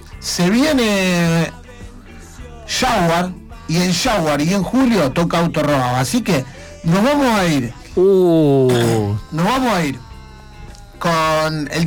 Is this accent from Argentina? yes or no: yes; Argentina; Recordemos que somos argentinos